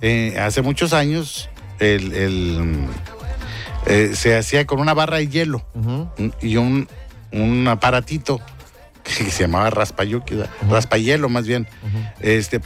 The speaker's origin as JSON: {"language": "Spanish", "area": "Monterrey", "region": "Nuevo León", "country": "Mexico", "said": "Nosotros somos norestenses. Uh-huh. Somos del noreste del país."}